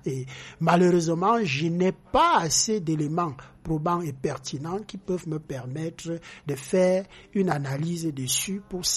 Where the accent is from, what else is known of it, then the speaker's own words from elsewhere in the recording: Cameroon; en tant que Camerounais